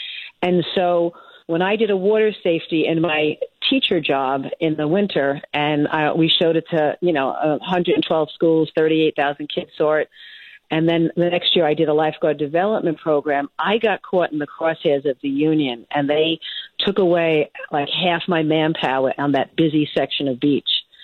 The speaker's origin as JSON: {"language": "English", "town": "Brooklyn", "region": "New York", "country": "United States", "tie": "born or raised there"}